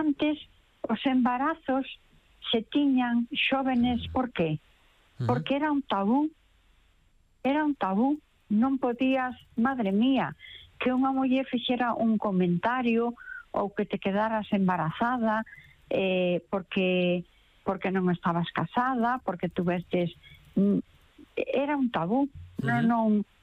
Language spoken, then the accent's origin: Galician; O Grove, Galicia, Spain; Sí, que escriban como queiran, pero eu son do Grove con J punto.